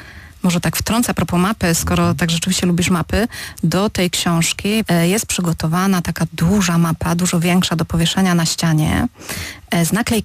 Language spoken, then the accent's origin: Polish; Poznań, Greater Poland Voivodeship, Poland; jeżeli chodzi o Poznań, moje rodzinne miasto